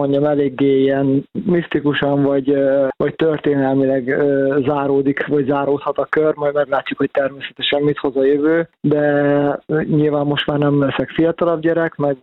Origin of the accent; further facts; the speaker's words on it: Gyula, Békés, Hungary; én itt születtem, itt kezdtem a pályafutásomat, gyerekkoromban 12 éves koromig itt fociztam, nekem az egész családom gyulai kötődés, meg itt vannak a szüleim